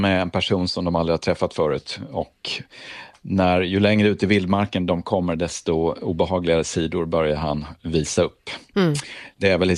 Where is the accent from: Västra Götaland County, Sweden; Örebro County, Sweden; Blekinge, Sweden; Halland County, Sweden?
Blekinge, Sweden; Ronneby